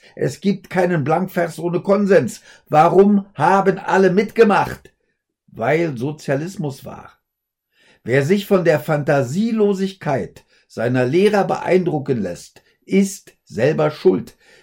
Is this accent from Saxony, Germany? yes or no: no; Berlin, Germany